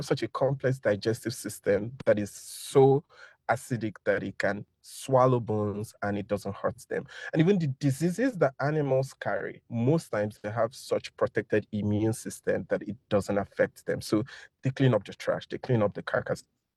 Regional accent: Lagos, Nigeria; born there; also born or lived in Enugu; So I grew up in Lagos, which is a big city.

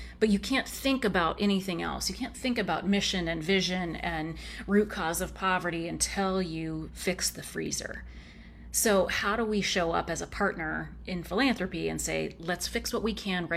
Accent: Oregon, United States; You know, I'm a pretty humble kid growing up in Central Oregon.

